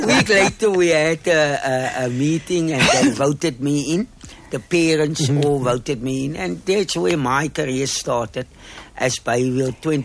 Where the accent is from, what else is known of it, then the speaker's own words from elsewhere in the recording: Atlantis, Western Cape, South Africa; I grew up in Atlantis.